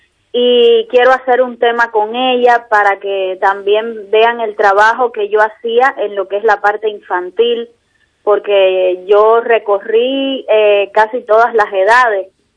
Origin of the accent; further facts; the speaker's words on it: Sancti Spíritus, Cuba; moved away as an adult; now in Santiago de Compostela, Spain; allá también en la ciudad espirituana, porque soy del centro de Cuba.